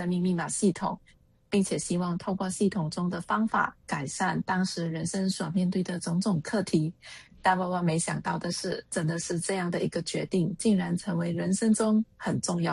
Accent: Singapore; 听众朋友们大家好，我是来自新加坡的

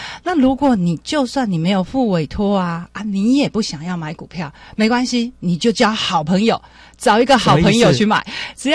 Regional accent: Taiwan; 告诉他我从台湾来的

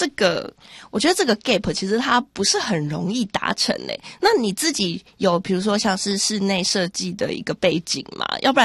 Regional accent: Taiwan; 我们台湾人很不爱丢家具

